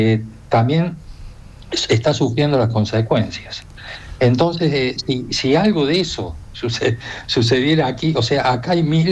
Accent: Argentina; now in Spain; habiendo vivido tantos años en Argentina y participado de las organizaciones comunitarias

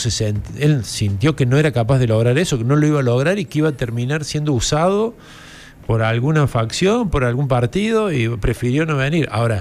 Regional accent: Argentina; También ahí hay que hacer mea culpa como argentino en general

